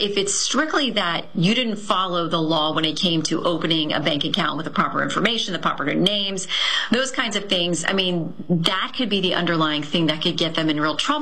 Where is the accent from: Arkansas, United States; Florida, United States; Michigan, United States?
Florida, United States; he did briefly stop in my home state of Florida.